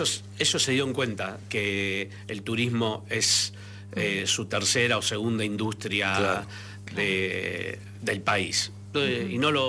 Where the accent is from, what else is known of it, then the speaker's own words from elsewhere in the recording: Argentina; Y porque somos argentinos.